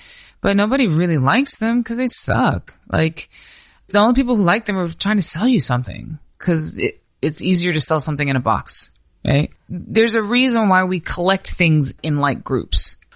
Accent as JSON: {"language": "English", "region": "North Carolina", "country": "United States", "said": "So I'm from the Piedmont of North Carolina. It's like this area. It's just my part of it is in North Carolina."}